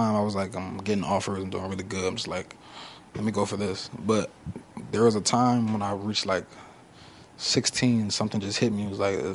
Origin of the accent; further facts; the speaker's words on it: Florida, United States; growing up in Florida, it's like you just got to get to it.